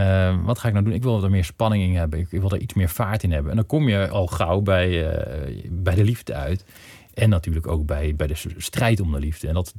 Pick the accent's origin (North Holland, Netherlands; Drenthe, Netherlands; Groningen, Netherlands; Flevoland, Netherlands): Flevoland, Netherlands; Het ging over de Flevopolder waar ik ben opgegroeid.